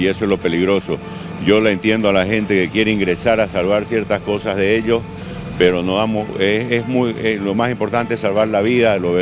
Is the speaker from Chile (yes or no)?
no; Santa Cruz, Bolivia; yo estoy firme acá, Santa Cruz es mi pueblo, Bolivia